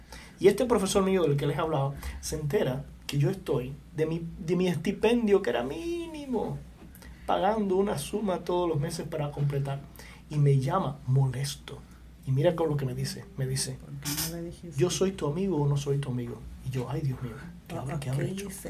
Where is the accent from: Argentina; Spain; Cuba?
Cuba; esto es en Cuba, yo crecí en Cuba